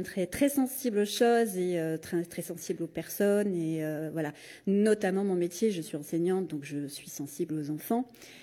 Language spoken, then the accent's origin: French; Saint-Joseph, Réunion; je suis originaire de Saint-Joseph, je suis maman de deux enfants